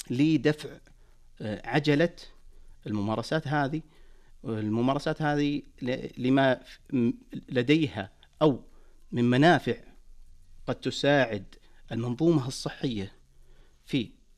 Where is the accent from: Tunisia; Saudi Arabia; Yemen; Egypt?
Saudi Arabia; بالنسبة لنا كسعوديين